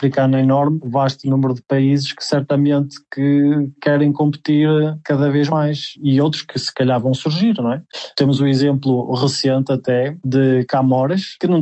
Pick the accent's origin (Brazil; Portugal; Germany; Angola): Portugal; eu como português